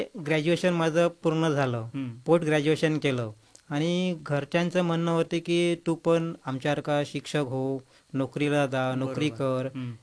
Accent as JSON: {"language": "Marathi", "town": "Sukalwad", "region": "Maharashtra", "country": "India", "tie": "born there", "also_born_or_lived": "Devgad, Maharashtra / Kasal, Maharashtra / Kankavli, Maharashtra", "said": "माझं बालपण सिंधुदुर्ग जिल्ह्यातील मालवण तालुक्यात सुकळवाड या गावी झालं। कोकणातील साधं ग्रामीण वातावरण, शेती, फळझाडं आणि मेहनतीची संस्कृती यामध्ये वाढलं। माझं बालपण म्हणजे माझे आई वडील शिक्षक"}